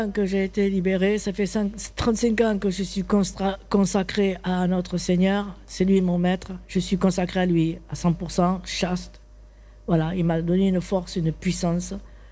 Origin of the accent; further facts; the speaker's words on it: Martigues, Provence-Alpes-Côte d'Azur, France; born there; moved away as an adult; now in Côte d'Ivoire; Donc, moi, je viens de France. Je suis née à Martigues, en Provence. Et mes origines sont siciliennes.